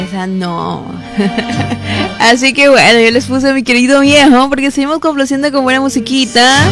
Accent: Pasaquina, La Unión, El Salvador; born there; las lindas personas que nos escuchan desde Pasaquina, o sea, desde mi pueblito, desde ahí, de gente trabajadora.

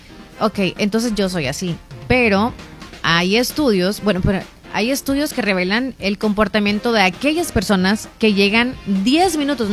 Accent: El Salvador; No, como costumbre salvadoreño

